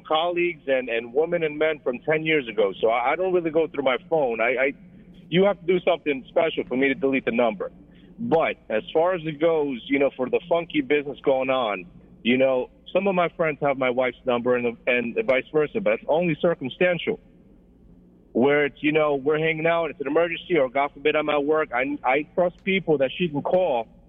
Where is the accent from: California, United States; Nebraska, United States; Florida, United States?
Florida, United States; I'm from Florida, Brother Mayor, but I got a lot of love and respect for the Jamaican people.